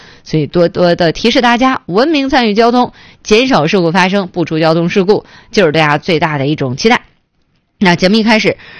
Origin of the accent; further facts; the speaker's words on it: Northeast China, China; 我们作为东北人